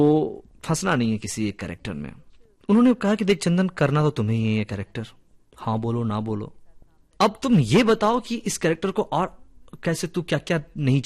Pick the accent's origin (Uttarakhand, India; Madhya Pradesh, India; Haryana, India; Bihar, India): Bihar, India; मैंने कहा सर मैं तो बिहार से हूँ।